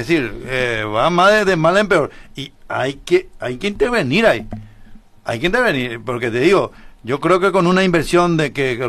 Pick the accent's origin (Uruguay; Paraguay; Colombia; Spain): Paraguay; lo que tenemos que atacar como paraguayos, todos